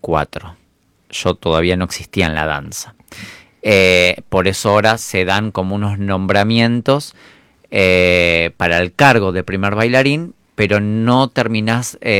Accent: Argentina

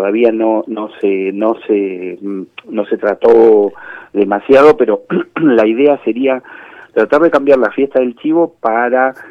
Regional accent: Buenos Aires, Argentina; moved away as an adult; now in Malargüe, Argentina

